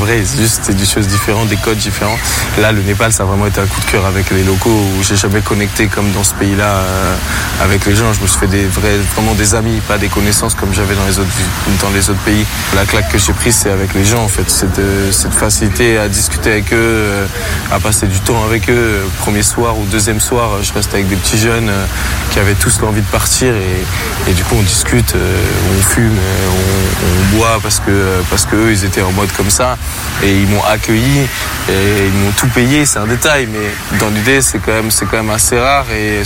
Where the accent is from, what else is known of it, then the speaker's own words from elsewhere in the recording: Champigny-sur-Marne, Île-de-France, France; Je lui dis, mais moi je viens de Champigny, c'est juste à côté, 94 et tout.